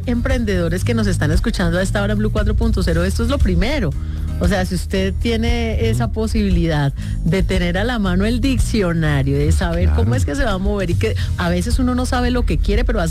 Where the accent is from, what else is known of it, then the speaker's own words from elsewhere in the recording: Cali, Valle del Cauca, Colombia; yo soy caleña